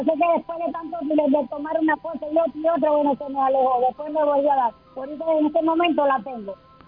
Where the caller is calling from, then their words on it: Margarita Island, Nueva Esparta, Venezuela; soy de aquí de Margarita.